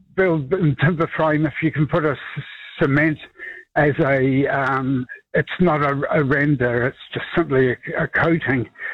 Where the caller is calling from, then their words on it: New Zealand; I'm a New Zealander.